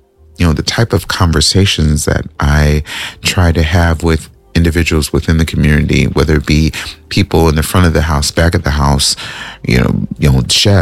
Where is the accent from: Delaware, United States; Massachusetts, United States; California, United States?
California, United States; You know, I'm learning my city, and I'm from California, y'all. I'm from Cali, but I've been away.